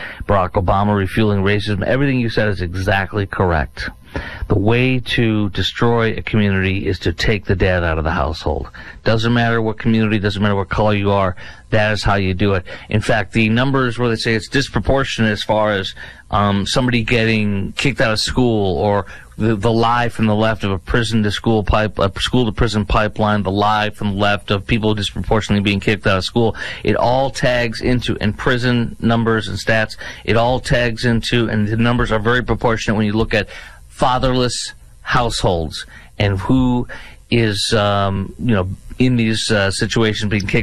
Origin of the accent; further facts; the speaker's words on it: Texas, United States; I'm a Texan. I live in Dallas-Fort Worth.